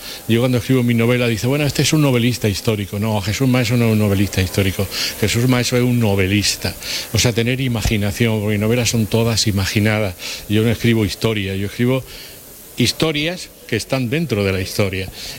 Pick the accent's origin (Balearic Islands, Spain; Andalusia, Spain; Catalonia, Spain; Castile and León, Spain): Andalusia, Spain; Úbeda; Pero mi vínculo y mi unión con mi pueblo es verdaderamente excepcional. Y no lo digo porque esté en un medio televisivo que es de Úbeda, sino porque los que somos de Úbeda no sé lo que nos pasa.